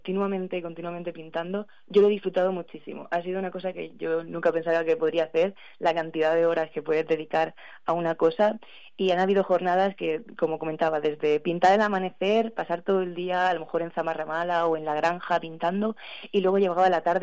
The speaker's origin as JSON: {"language": "Spanish", "region": "Region of Murcia", "country": "Spain", "said": "Yo vengo de Murcia, a mí Murcia me encanta"}